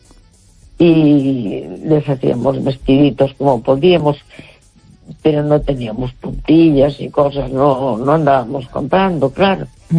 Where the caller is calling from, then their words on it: A Coruña, Galicia, Spain; de La Coruña.